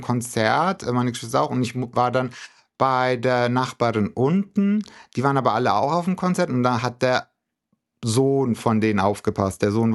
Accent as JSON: {"language": "German", "town": "Rothenburg ob der Tauber", "region": "Bavaria", "country": "Germany"}